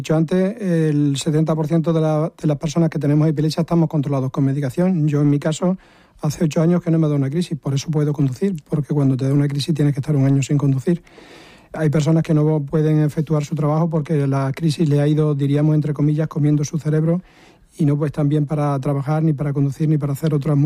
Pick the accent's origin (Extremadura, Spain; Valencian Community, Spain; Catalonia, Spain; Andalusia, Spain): Extremadura, Spain; Puebla de Obando; now in Mérida, Spain; yo siempre digo que vivo en Mérida, pero que soy de Pueblo de Obando. Lo de los orígenes nunca hay que decir que no es uno de allí. Soy de Pueblo de Obando y vivo en Mérida.